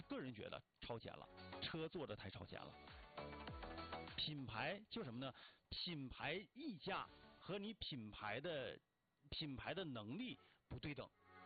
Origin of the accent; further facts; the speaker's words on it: China; 可能就是有一些阿维塔的设计呢，不太符合我们中国人的审美。